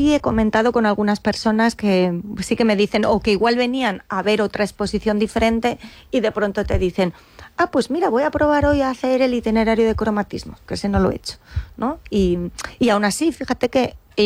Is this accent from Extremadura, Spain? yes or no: no; Castile and León, Spain; Es un pueblito de León, un pequeño pueblito por la soba arriba. Y me paso todo el tiempo tranquilamente con mi familia y mi gente en el campo